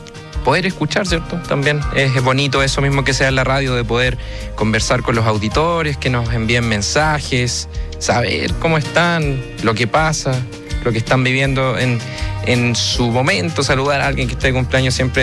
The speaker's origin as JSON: {"language": "Spanish", "town": "Tirúa", "region": "Biobío", "country": "Chile", "tie": "born or raised there", "also_born_or_lived": "Cañete", "moved": "yes", "said": "Tirúa, ahí en la región del Biobío. Bueno, una historia que me ha llevado por varias partes, que es Tirúa, Cañete también. Estudié mi enseñanza media en Cañete, mi familia paterna de Purén, de la ciudad del Bombo, Fica."}